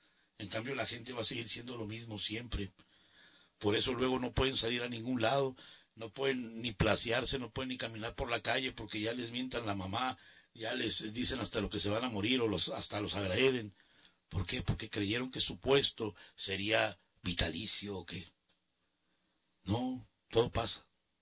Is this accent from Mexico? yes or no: yes; Mexico; nosotros todos los hispanos somos latinos, somos mexicanos, orgullosos de serlo.